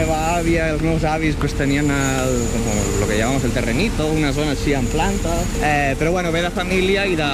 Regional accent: Argentona, Catalonia, Spain; now in Barcelona, Spain; jo sóc de poble

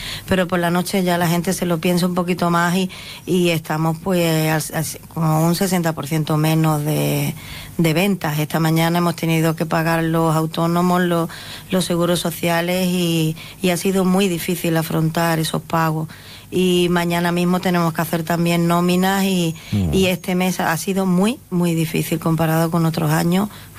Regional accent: Ceuta, Spain; Yo soy nacida aquí en Ceuta, de padre ceutí también, todos mis hermanos, toda la familia.

